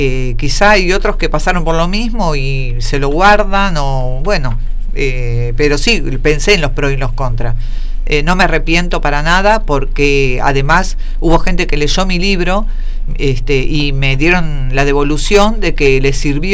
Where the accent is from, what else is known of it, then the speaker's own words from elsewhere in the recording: Buenos Aires, Argentina; moved away as an adult; also born or lived in Luján; now in General Rodríguez, Argentina; Nosotros somos de Capital, pero de Capital nos mudamos a Luján, vivimos 3 años, y bueno, cuando hubo que venir, no, yo siguiendo a mi ex marido, yo no decidí nada, no decidía nada. Bueno, él decidió de que teníamos que venir a General Rodríguez